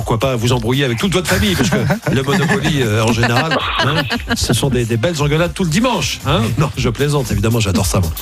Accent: Nancy, Grand Est, France; Metz, je connais bien, je suis de Nancy, Louis.

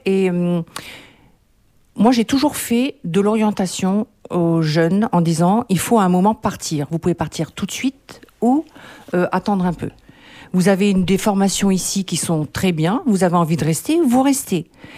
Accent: New Caledonia; Moi, je suis calédonienne.

